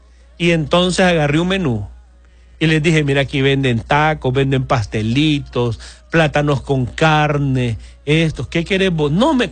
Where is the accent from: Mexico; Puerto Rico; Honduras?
Honduras; Catacamas, Olancho; born there; Yo soy de Catacamas, Olancho